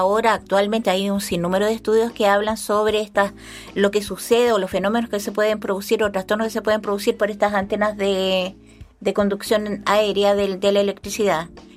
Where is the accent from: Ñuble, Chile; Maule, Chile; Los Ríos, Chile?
Ñuble, Chile; now in Chillán, Chile; toma agua de Los Yeuques, por ejemplo, de donde yo soy, y el agua es totalmente diferente a la que uno puede tomar acá en Chillán.